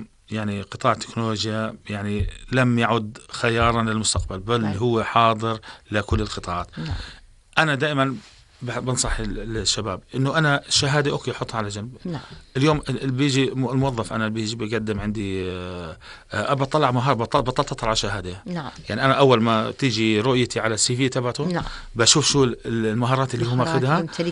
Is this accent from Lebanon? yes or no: no; Jordan